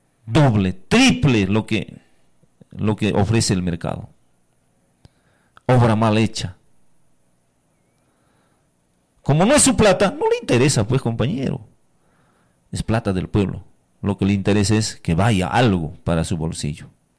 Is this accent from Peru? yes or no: yes; Peru; Vengo de Huamampam, profesora, ¿de dónde voy a venir?